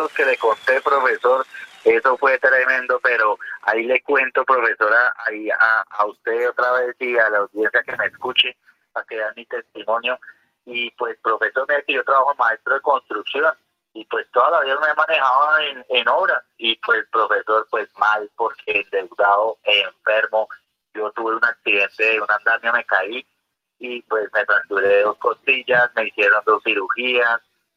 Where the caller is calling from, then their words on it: Guateque, Boyacá, Colombia; aquí de Guateque, Boyacá, profesor, yo soy paciente suyo de Garagoa.